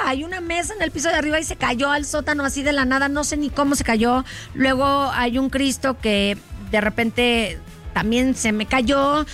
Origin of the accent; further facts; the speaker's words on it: Guerrero, Mexico; porque soy guerrerense.